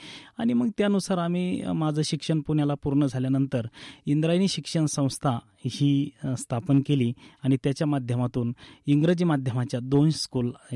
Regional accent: Shiregaon, Maharashtra, India; मी एका शेतकऱ्याचा मुलगा आहे. माझं बालपण शिरेगाव तालुका नेवासा जिल्हा अहिल्यानगर हे एका छोट्याशा खेड्यागावात गेलेलं आहे.

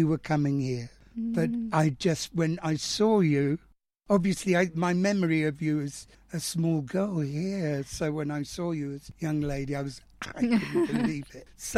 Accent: London, United Kingdom; I am a long-term volunteer of Snarlia. I'm from London, UK.

